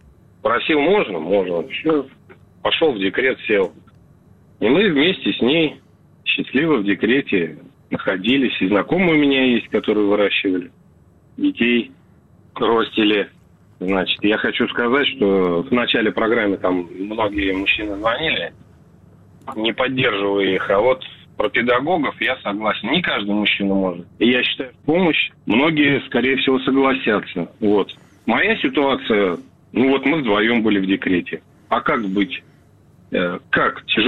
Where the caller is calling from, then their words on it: Krasnodar Krai, Russia; also born or lived in Tomsk; Я звоню вам из Кубани. Раньше проживал в городе Томск.